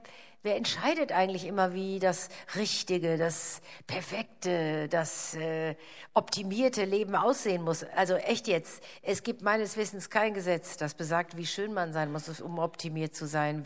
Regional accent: Rhineland, Germany; Ja, wie soll das denn bei uns im Rheinland gehen? Nach 2 Wochen fängt der Rheinländer doch...

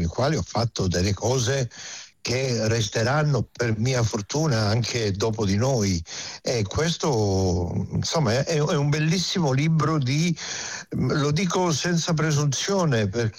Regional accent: Calabria, Italy; perché poi sono un calabrese, lo sai, calabresi, poi sono un calabrese salesiano.

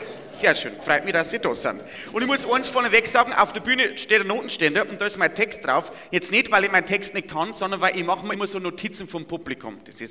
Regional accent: Bavaria, Germany; ich komme vom Bauernhof, aus der Nähe von Passau, aus dem Bayerischen Wald. Und da wohne ich in einem Mehrgenerationenhaus.

